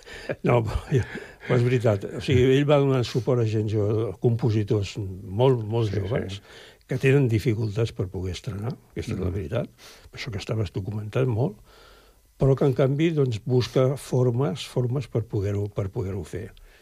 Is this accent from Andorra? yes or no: yes; Andorra; born there; Clar, perquè som nascuts d'Andorra, per les circumstàncies també especials.